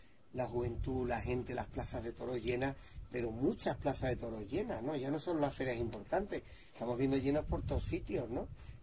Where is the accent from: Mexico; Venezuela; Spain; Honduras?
Spain; si facha es sentirme orgulloso de ser español, entonces soy facha